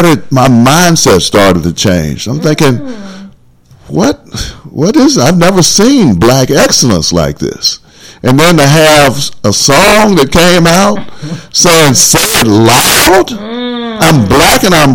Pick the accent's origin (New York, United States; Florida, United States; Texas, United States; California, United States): California, United States; Berkeley; Now, you have to understand, I came from Berkeley, California, the home of the Black Panthers.